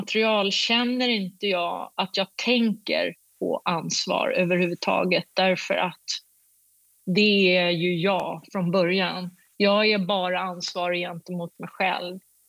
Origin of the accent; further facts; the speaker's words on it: United Kingdom; Swedish is a second language; Jag kommer från Storbritannien och jag vet hur jag ska säga saker.